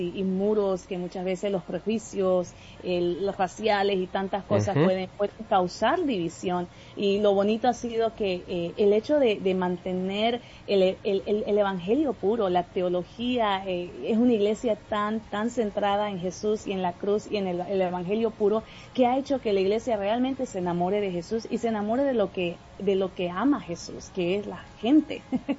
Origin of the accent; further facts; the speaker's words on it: Bolivia; now in United States; yo soy de Bolivia